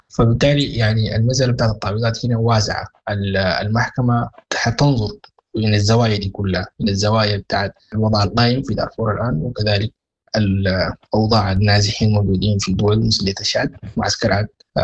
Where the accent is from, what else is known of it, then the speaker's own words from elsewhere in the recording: Sudan; كلنا كسودانيين